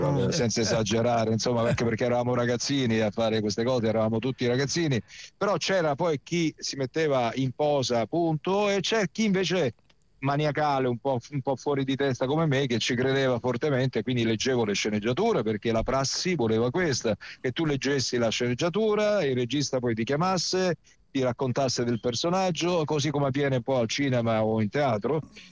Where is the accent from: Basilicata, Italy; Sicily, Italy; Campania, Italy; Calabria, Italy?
Campania, Italy; Castellammare di Stabia; born there; Ho citato Annibale Ruccello perché io sono nato a Château-sur-la-Mer, a Castellammare di Stabia.